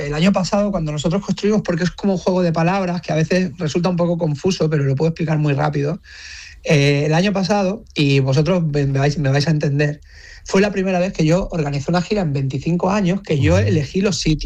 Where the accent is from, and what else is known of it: L'Hospitalet de Llobregat, Catalonia, Spain; born or raised there